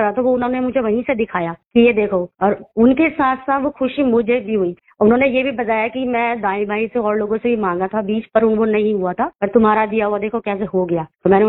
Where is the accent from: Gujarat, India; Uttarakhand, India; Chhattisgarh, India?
Uttarakhand, India; moved away; मैं पहाड़ों से हूँ, मैं बेसिकली उत्तराखंड से हूँ